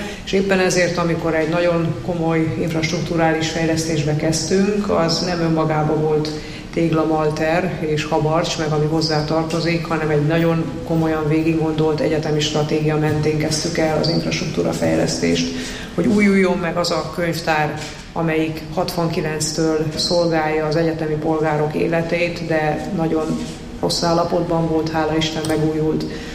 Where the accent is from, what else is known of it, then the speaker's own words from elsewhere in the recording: Zalaegerszeg, Zala, Hungary; moved away as an adult; now in Miskolc, Hungary; Zala megyéből származom, Zalaegerszegen születtem, és 1991-ben kerültem Miskolcra.